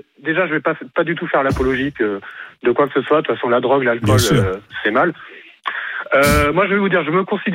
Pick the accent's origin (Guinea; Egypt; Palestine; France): France; Marseille, Provence-Alpes-Côte d'Azur; moved away as an adult; now in Luxembourg; Moi, j'ai grandi à Marseille